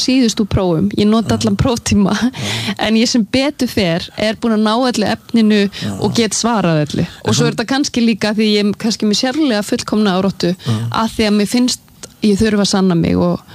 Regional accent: Sweden; Icelandic is a second language; ég alinn upp í Svíþjóð, alinn upp við að læra tvö tungumál á sama tíma

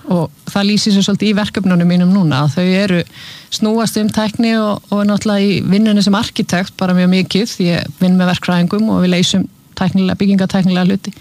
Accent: Húsavík, Northeastern Region, Iceland; Já Ég er frá Húsavík

